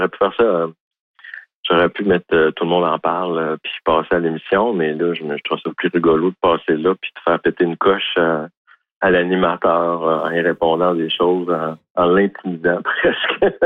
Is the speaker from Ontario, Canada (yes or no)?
no; Quebec, Canada; accent: Québécois